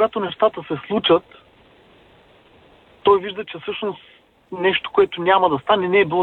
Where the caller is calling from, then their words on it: Varna, Varna Province, Bulgaria; от Варна.